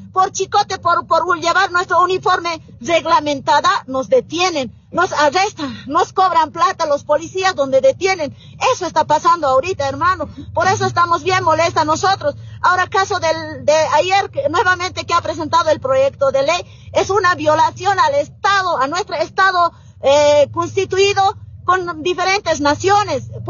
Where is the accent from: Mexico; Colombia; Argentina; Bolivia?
Bolivia; nosotros somos dueños, propietarios de Estado Plurinacional de Bolivia.